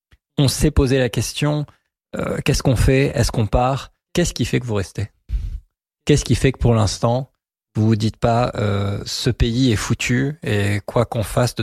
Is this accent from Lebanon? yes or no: yes; Lebanon; Est-ce que, en tant que Libanais, nous sommes résilients ou résignés?